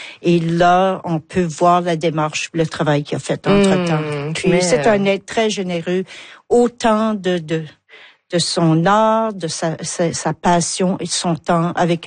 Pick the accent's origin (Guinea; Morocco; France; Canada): Canada; Carleton; je viens de Carleton